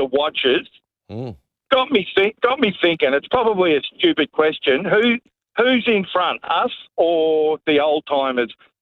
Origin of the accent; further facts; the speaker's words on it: Victoria, Australia; but I was brought up in South Gippsland, but not Leongatha.